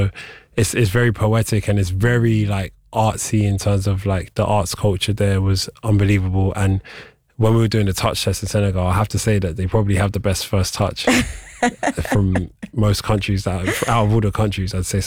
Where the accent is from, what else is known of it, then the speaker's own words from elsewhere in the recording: London, United Kingdom; and then I'm this guy from London with a camera.